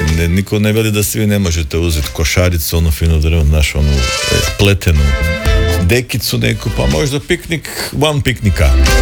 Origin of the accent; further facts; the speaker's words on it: Krapina-Zagorje County, Croatia; vele kod nas u Zagorju zutra i prekzutra